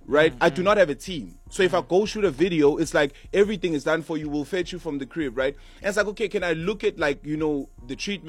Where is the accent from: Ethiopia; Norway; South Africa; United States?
South Africa; East Rand, Gauteng; We come from the East Rand, so it's like, that's where piano also originated